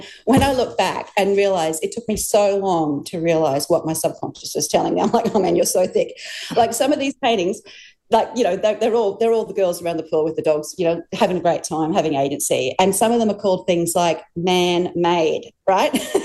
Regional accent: Moranbah, Queensland, Australia; my growing up in Moranbah really had a big impact on me, and I always thought growing up in Moranbah was a very positive experience.

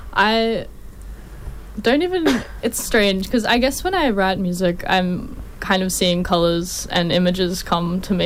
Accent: Queensland, Australia; I'm from North Queensland, so definitely used to the heat.

